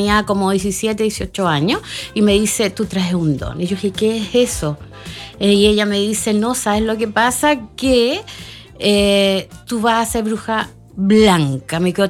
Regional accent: Santiago, Santiago Metropolitan Region, Chile; Yo soy de Santiago.

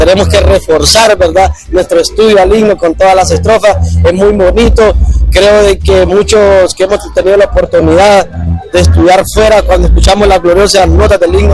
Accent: Honduras; esta tierra, ¿verdad?, que nos vio crecer, que nos vio nacer

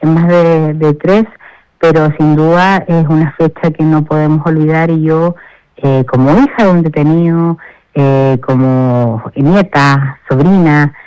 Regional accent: Chile

